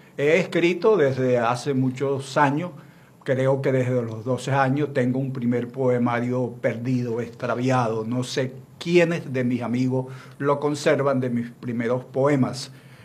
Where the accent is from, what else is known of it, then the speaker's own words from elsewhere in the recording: El Tigre, Anzoátegui, Venezuela; soy nativo del Tigre, tengo toda mi trayectoria profesional realizada en la ciudad del Tigre